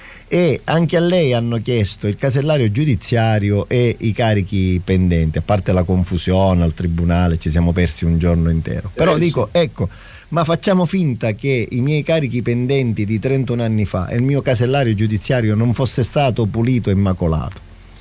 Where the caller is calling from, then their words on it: Catania, Sicily, Italy; Quante volte in mente nostra, come catanesi, abbiamo detto